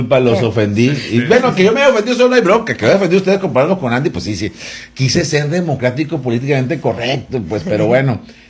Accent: Mexico; yo no me siento agraviado como mexicano

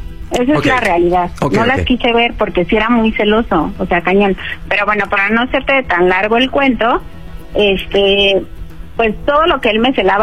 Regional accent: Tlalpan, Mexico City, Mexico

